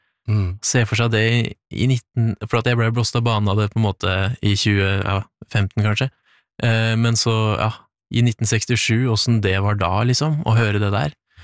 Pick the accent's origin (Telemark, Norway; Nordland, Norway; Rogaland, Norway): Telemark, Norway; Treungen; Første forsøk, det var når jeg var sånn 6 år gammel, da fikk jeg gitar og begynte på kulturskolen hjemme i Treungen, ja.